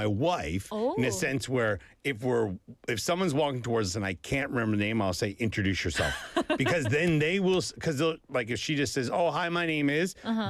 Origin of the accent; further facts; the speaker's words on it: Saint John, New Brunswick, Canada; moved away; my hometown, St. John, New Brunswick.